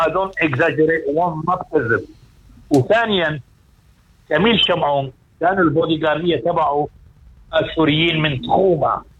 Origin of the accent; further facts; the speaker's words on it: Zahle, Beqaa, Lebanon; أنا أخوالي من بيروت وأنا زحلة